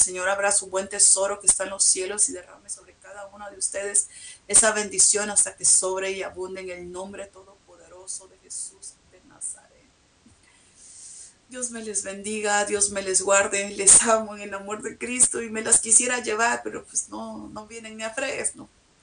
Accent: California, United States; moved away; no sé manejar en la nieve, soy de California

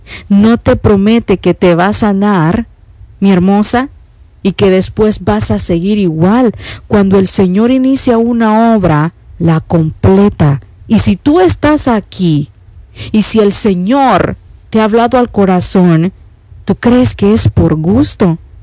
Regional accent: El Salvador; Yo soy de El Salvador.

